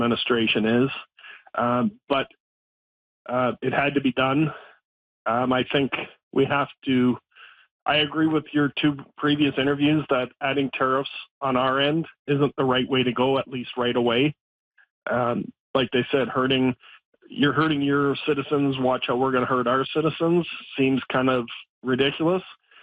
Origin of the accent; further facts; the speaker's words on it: Canada; But it's going to hurt me just because I'm Canadian and just what's going on.